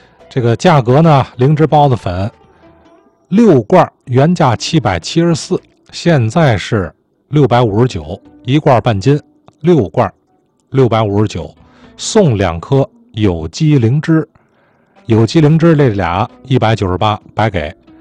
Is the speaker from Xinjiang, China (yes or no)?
no; Tianjin, China; 我们天津人